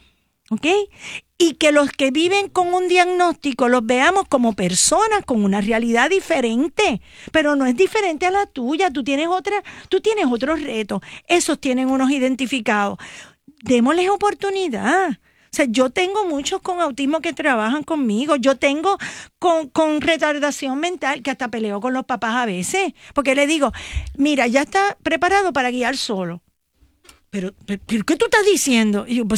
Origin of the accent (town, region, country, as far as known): Puerto Rico